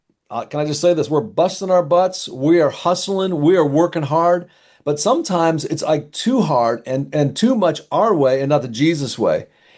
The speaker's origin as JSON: {"language": "English", "town": "Chicago", "region": "Illinois", "country": "United States", "tie": "born or raised there", "said": "One of them is in Chicago, which is my hometown."}